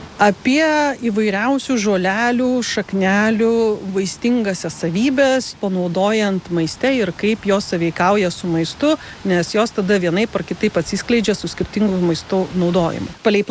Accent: Klaipėda, Klaipėda County, Lithuania; Ne, aš iš Klaipėdos.

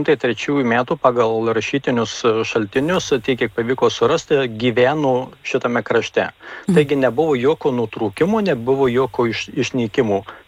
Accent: Marijampolė, Marijampolė County, Lithuania; Mes esam lietuviai suduviai ir dar jeigu patikslint Marijampolietis esu

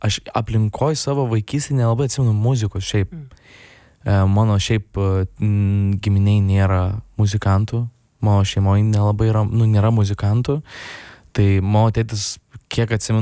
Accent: Kaunas, Kaunas County, Lithuania; aš kadangi augau Dainavoj, tai ten toks, nu, mano vaikystai, tai ten būdavo ką veikti, nu, tipo, nebuvo ten labai saugu, kad ten galėtum visą laiką ten vienas kažkaip visur lakstyt.

